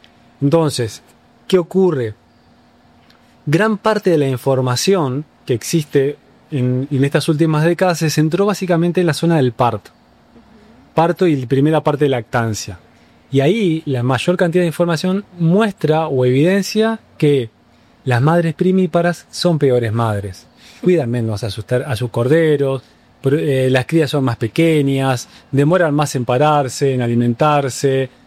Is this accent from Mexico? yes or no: no; Uruguay